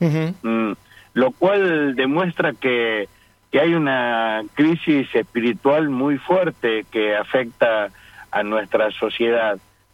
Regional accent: Argentina

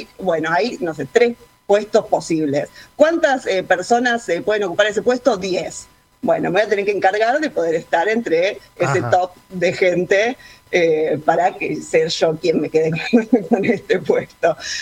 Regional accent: Argentina; acá yo creo que un poco nos toca como argentinos

